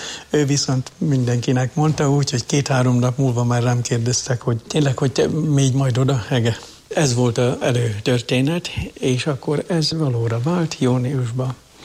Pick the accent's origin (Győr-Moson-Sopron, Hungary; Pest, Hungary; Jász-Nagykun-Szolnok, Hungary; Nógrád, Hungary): Jász-Nagykun-Szolnok, Hungary; Jászárokszállás; És ami még a szülőhazám idejére visszanyúlik, ott minden első szombaton mondattak szentmisét papi hivatásokért. Na most akkor ezt elmondom. Édesanyám benne volt a tanyai világnak, a Jászárokszállási tanyai körzetnek a Rózsafűzér társulatába.